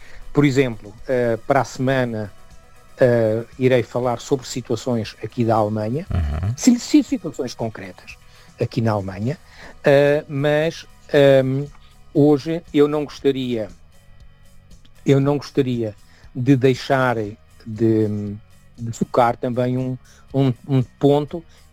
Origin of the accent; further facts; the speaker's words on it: Portugal; now in Germany; Nós portugueses, viemos de Portugal para aqui por questões económicas